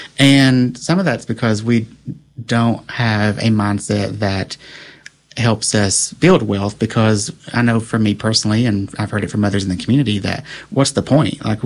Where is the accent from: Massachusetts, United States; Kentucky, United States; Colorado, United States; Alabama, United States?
Kentucky, United States; And I was raised in Eastern Kentucky in a Pentecostal environment.